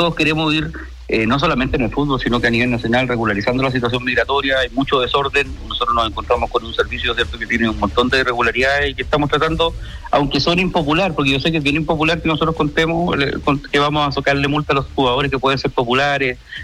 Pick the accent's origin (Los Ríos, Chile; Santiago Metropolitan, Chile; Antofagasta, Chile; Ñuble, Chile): Ñuble, Chile; Chillán; yo soy de regiones, usted sabe, yo soy de Chillán